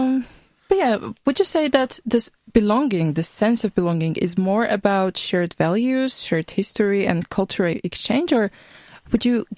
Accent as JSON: {"language": "English", "country": "Georgia", "second_language": "English", "said": "because when I was a child, I grew up in a different country. Then I went back to Georgia. I'm from Georgia, by the way. And now I'm here."}